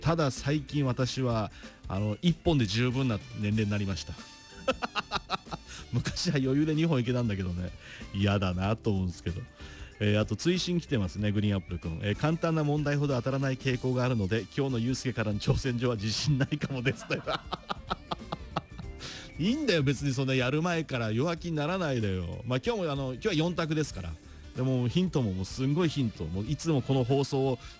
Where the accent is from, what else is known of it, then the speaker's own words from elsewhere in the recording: Sano, Tochigi, Japan; moved away; 私のふるさとの栃木県佐野市にある僕の実家の本当目の前にあった佐野日大がね